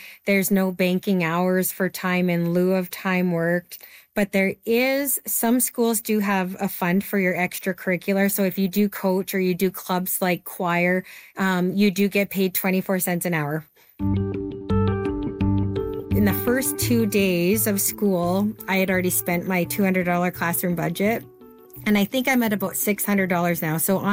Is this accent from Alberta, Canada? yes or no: yes; Lethbridge, Alberta, Canada; I am from Lethbridge, Alberta.